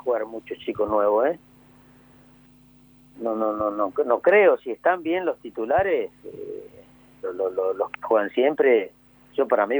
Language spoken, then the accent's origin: Spanish; Córdoba, Argentina; Yo soy hincha de Boca y soy cordobés.